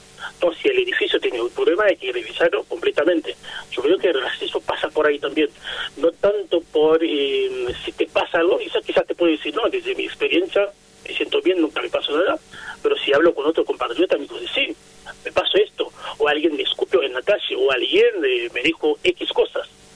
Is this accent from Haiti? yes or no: yes; Port-au-Prince, Ouest, Haiti; now in Rosario, Argentina; Soy de Puerto Príncipe, la capital, ¿no? Ahí se mueve toda la parte económica, política de Haití. La casa, por ejemplo, en este barrio donde nací, donde crecí, mi familia, que gracias, no vive más ahí.